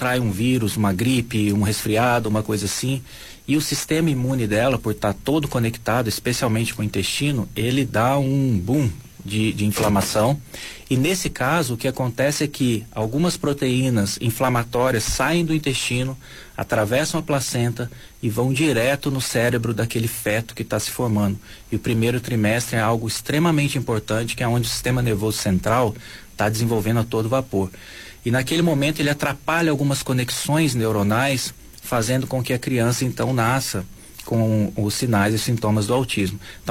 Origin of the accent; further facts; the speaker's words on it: Três Corações, Minas Gerais, Brazil; born there; Então, é uma honra poder voltar depois de tantos anos, já tem 10 anos que eu não pisava nessa terra aqui